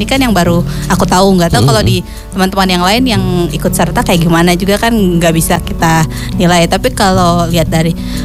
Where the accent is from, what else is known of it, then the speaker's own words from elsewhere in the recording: Java, Indonesia; saya orang Jawa.